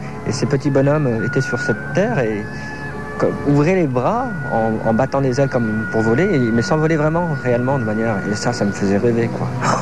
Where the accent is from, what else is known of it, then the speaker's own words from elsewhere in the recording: Lyon, Auvergne-Rhône-Alpes, France; Moi, je suis un Lyonnais. Je suis né à Lyon, j'ai grandi à Lyon et je suis issu de ce qu'on appelle une double culture. Mes parents sont algériens.